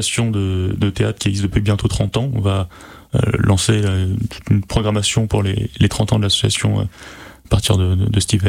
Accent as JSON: {"language": "French", "town": "Paris", "region": "Île-de-France", "country": "France", "said": "parce que je viens de Paris à la base."}